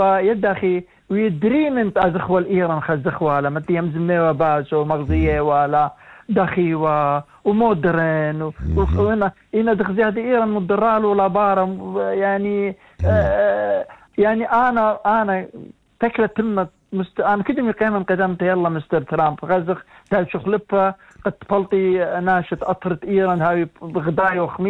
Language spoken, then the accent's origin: Arabic; Iraq; انا من العراق